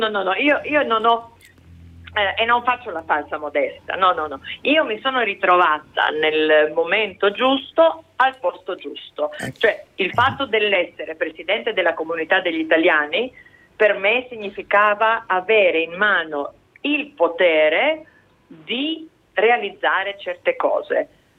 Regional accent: Rijeka, Primorje-Gorski Kotar County, Croatia

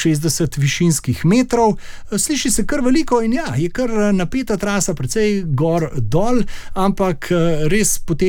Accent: Kamnik, Central Slovenia, Slovenia; ker prihajam iz Kamnika, sem seveda tudi ljubitelj gradov, sej mali grad Kamničani nosimo v sebi.

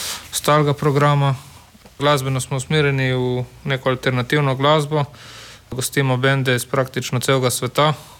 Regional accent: Ilirska Bistrica, Littoral–Inner Carniola, Slovenia; Klub MKNŽ poganja skupina prostovoljcev, ki smo večinoma iz Ilirske Bistrice in okolice.

